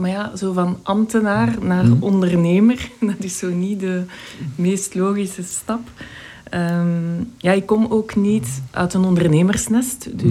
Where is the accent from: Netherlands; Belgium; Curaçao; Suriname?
Belgium; Zaventem, Flanders; mijn ouders zijn afkomstig van het Leuvense, maar wel heel mijn leven in Zaventem.